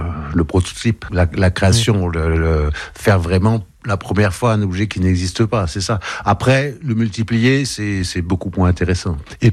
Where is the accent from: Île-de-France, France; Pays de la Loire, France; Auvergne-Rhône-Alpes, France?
Auvergne-Rhône-Alpes, France; now in Limousin, France; Je suis originaire de l'Auvergne